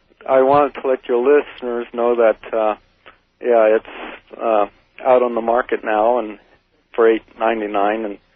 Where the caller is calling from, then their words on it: Colorado, United States; from Colorado.